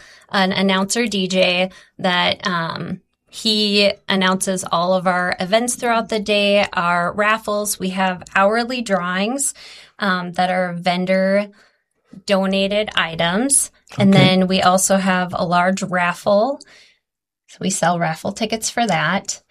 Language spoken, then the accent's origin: English; Blackduck, Minnesota, United States; Well, we grew up in Black Duck, me and my sister.